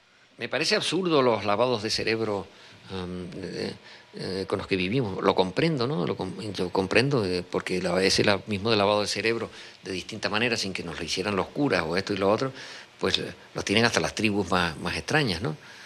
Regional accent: San Cristóbal de La Laguna, Canary Islands, Spain; No, yo soy canario 100%, a pesar de que... De lo que hemos hablado, de que parezco un lagunero renegado porque no vivo en la laguna. Mi laguna no me la puede quitar nadie, la tengo en el alma, ¿no? Yo tengo que morir aquí en Canarias y me gustaría seguir viviendo en Canarias.

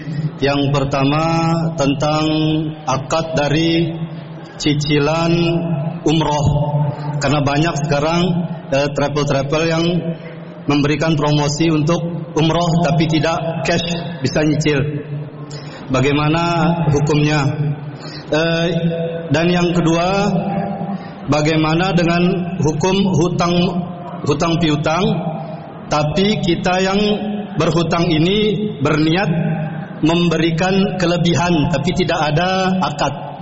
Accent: West Nusa Tenggara, Indonesia; saya dari Kabupaten Sumbawa Barat.

